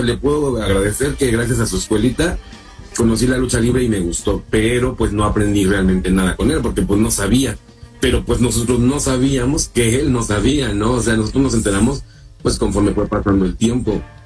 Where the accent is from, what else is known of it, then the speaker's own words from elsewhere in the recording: Xico, Veracruz, Mexico; Entonces en Xico, en mi pueblo, abrieron una escuela